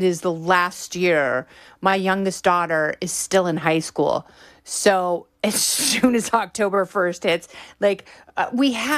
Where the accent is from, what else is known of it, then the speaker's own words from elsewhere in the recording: Oregon, United States; growing up in Oregon, you know, childhood, fall, it is just the best thing in the world